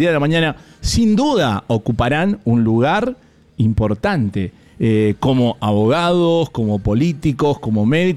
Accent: Mendoza, Argentina; no lo digo porque soy mendocino

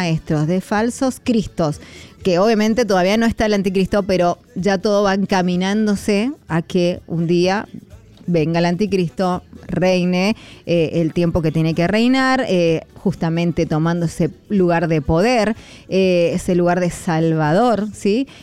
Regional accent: Argentina; nosotros los argentinos

